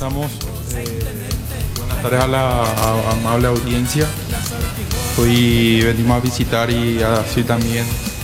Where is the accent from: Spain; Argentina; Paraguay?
Paraguay; Liberación, San Pedro; soy del Distrito de Liberación.